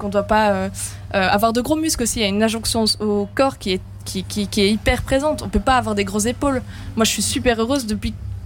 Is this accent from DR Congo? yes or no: no; Fontainebleau, Île-de-France, France; moi je viens de Fontainebleau et là-bas je fais des sorties effectivement en non-mixité choisie, donc avec Girls in Blue qui est une association montée par Caroline Sino.